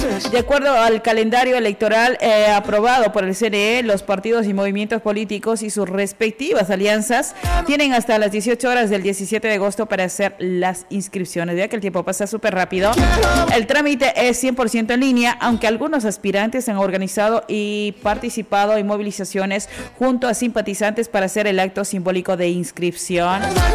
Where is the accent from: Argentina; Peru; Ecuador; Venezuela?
Ecuador